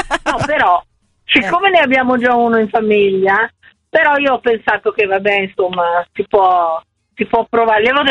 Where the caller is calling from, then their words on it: Milan, Lombardy, Italy; chiamo da Milano.